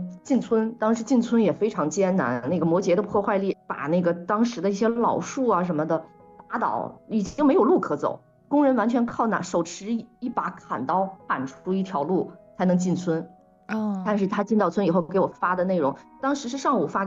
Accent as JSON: {"language": "Chinese", "region": "northern China", "country": "China", "moved": "as an adult", "lives_now": "Hainan, China", "said": "毕竟我们都是北方人，在北方长期居住生活，来海南只是度假"}